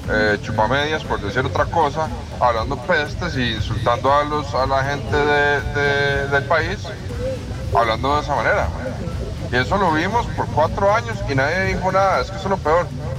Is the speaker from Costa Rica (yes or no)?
yes; Costa Rica; somos ticos y todo, y tenemos nuestra manera de hablar y todo.